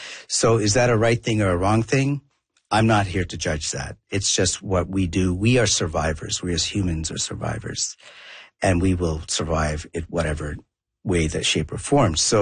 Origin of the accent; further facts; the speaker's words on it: southern India, India; first language Tamil; English is a second language; now in Toronto, Canada; So I was born and raised in India, in southern India. I'm also Tamil heritage, so my mother tongue is Tamil.